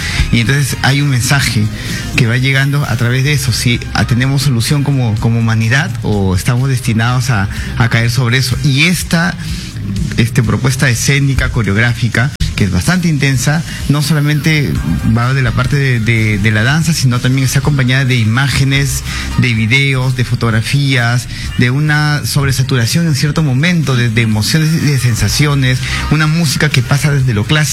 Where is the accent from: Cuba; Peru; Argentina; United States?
Peru; Yo soy peruano, efectivamente.